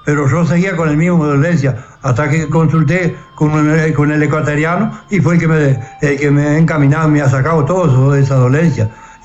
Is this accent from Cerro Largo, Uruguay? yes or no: yes; Río Branco, Cerro Largo, Uruguay; Yo soy de acá, de Río Branco.